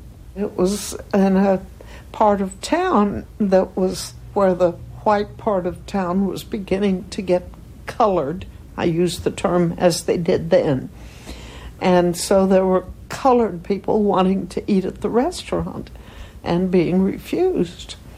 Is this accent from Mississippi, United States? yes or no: no; Tulsa, Oklahoma, United States; We're hungry, and we're from Tulsa, Oklahoma, and we came here to get something to eat.